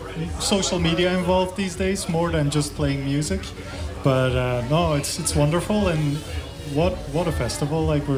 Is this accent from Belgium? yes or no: yes; Belgium; moved away as an adult; now in Donegal, Ireland; No, I'm from Belgium, but I'm now living here 5 years